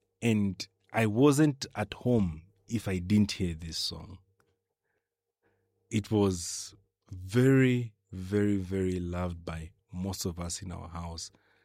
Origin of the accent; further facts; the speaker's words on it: Zambia; I grew up in Kaloloshi and how I grew up in a Christian home. And I shared with you about my time at Impelembe Secondary School.